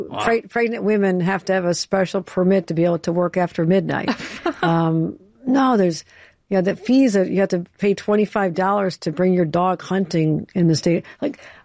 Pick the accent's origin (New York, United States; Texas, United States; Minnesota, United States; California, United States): New York, United States; Buffalo; I'm from Buffalo, drove everybody I knew out of a job when Bethlehem Steel left and, you know, automation replaced jobs in our factories. So I saw that happen as a young girl and as a child.